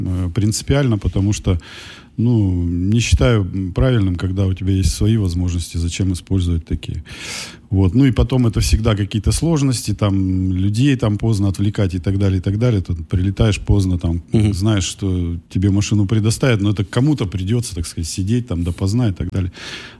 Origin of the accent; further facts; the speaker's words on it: Yekaterinburg, Sverdlovsk Oblast, Russia; как екатеринбуржец, как уралец